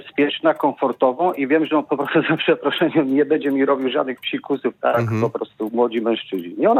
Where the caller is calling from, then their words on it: Poznań, Greater Poland Voivodeship, Poland; No ja mam 59 lat, dzwonię z Poznania.